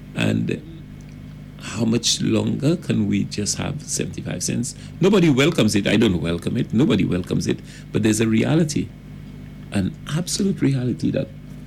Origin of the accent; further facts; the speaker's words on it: St. Lucia; and specifically I'm from St. Lucia